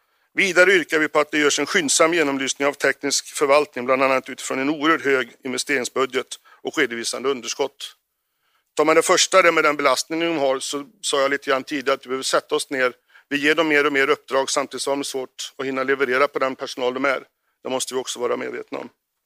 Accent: Arentorp, Västra Götaland County, Sweden

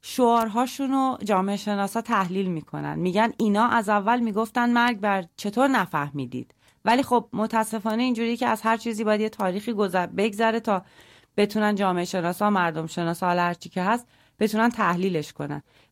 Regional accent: Iran; moved away; منم همه عمرمو در جمهوری اسلامی بزرگ شدم

